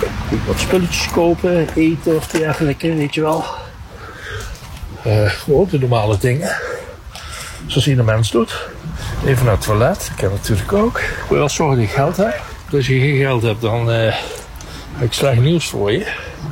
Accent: Nijmegen, Gelderland, Netherlands; born there; ik ben geboren in Nijmegen, gestoken. En ik ben aan de overkant geboren. Dat zou je zeggen, ja, natuurlijk, dat is Nijmegen ook. Maar daar vooraan, echt achter deze rivier, dan begint Nijmegen en daar heb je een heel klein wijkje. Dat was een volksbuurtje.

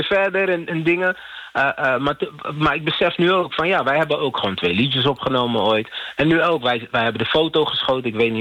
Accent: Rotterdam, South Holland, Netherlands; born there; Ik ben in Rotterdam geboren. Op jonge leeftijd wel al naar Kaapverdië geweest.

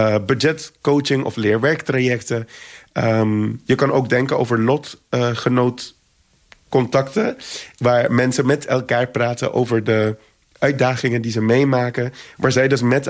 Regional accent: Aruba; voor mij als Arubaan zijnde

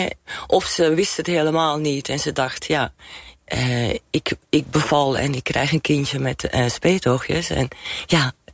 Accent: Belgium; want ik kom uit België eigenlijk.

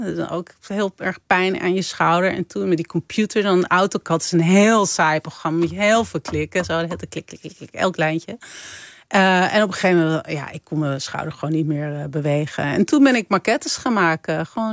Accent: Amsterdam, North Holland, Netherlands; Toch een super Amsterdamse buurt. Ja, ik kom ook uit Amsterdam. Maar ik kom daar nooit.

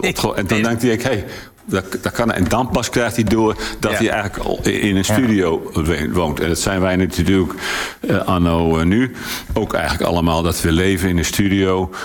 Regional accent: Emmeloord, Flevoland, Netherlands; Want ik ben geboren in Emmeloord achter die afsluitdijk.

